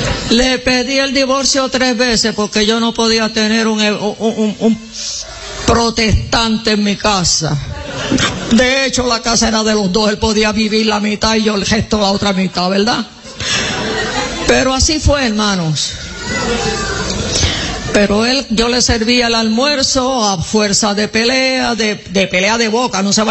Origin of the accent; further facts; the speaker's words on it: Puerto Rico; moved away; Acuérdense que yo vengo de Puerto Rico.